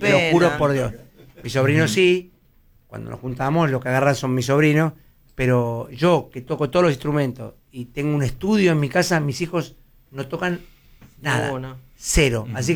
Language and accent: Spanish; El Palomar, Buenos Aires Province, Argentina; Yo soy de Palomar. Por supuesto que lo conozco.